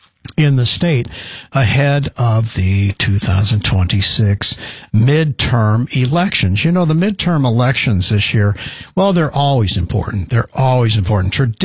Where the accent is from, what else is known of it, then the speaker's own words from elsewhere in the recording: Missouri, United States; born there; now in Keene, United States; my home state of Missouri